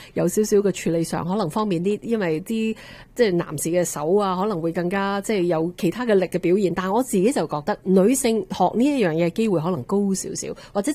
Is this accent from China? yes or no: no; Canada; 我哋加拿大人